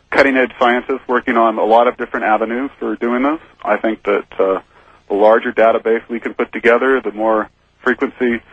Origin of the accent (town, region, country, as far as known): Hayward, California, United States; born or raised there